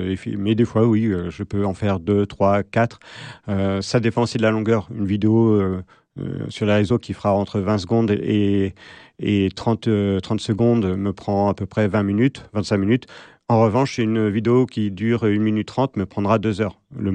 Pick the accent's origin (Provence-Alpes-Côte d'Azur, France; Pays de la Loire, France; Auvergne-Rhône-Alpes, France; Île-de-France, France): Pays de la Loire, France; Angers; je suis né à Angers, j'ai toujours vécu à Angers.